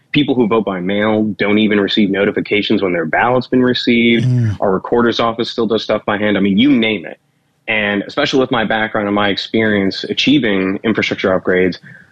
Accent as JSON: {"language": "English", "town": "Oswego", "region": "Illinois", "country": "United States", "tie": "born or raised there", "said": "Yeah, so I grew up here in Kendall County. Oswego is my hometown. I went to Oswego High School."}